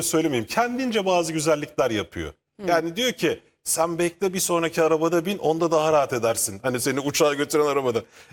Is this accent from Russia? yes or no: no; Ankara, Turkey; Ben bir gecekondu çocuğuyum. Ben Ankara'da bir gecekonduda doğdum. Gecekonduda büyüdük.